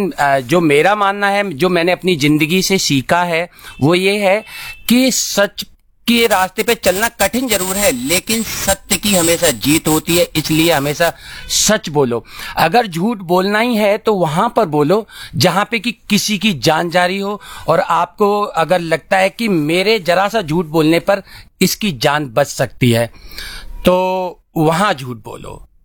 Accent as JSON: {"language": "Hindi", "town": "Aligarh", "region": "Uttar Pradesh", "country": "India", "moved": "yes", "lives_now": "Delhi, India", "said": "मैं दिल्ली से हूँ और वैसे मैं रहने वाला यूपी अलीगढ़ से हूँ, लेकिन वो छोड़े तो काफ़ी एक अरसा हो गया और फिलहाल तो मैं दिल्ली में हूँ और अपनी दिल्ली में अपनी फैमिली के साथ जिंदगी गुसर बसर कर रहा हूँ।"}